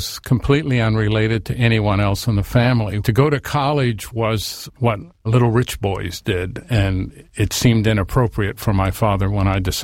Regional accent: United States; I grew up on the Mexican border, and 83% of the students in my school were Spanish-speaking, and I was in the minority of English-speaking.

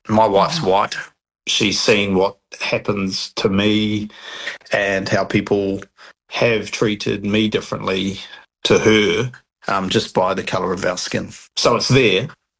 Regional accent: New Zealand; So, New Zealand is a very diverse, multicultural country and is becoming even more so. I see myself as a Kiwi.

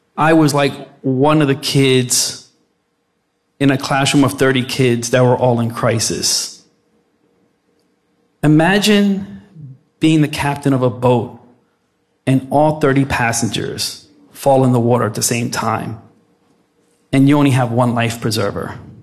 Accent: Plainfield, United States; growing up in Plainfield wasn't easy from the very beginning.

